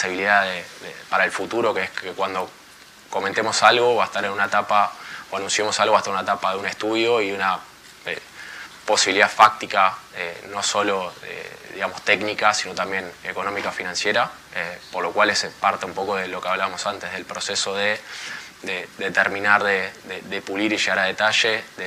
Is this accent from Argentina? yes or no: yes; Argentina; que es siendo argentino y no siendo local y no siendo de raíces acá